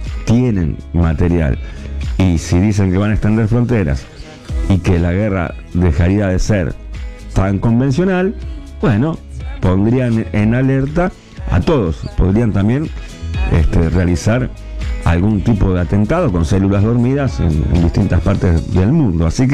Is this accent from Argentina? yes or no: yes; Argentina